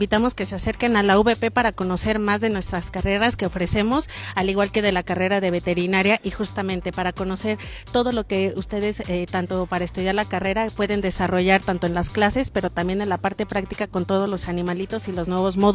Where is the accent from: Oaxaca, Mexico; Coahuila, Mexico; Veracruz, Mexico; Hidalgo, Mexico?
Hidalgo, Mexico; Pachuca; now in Puebla, Mexico; Yo soy de Pachuca.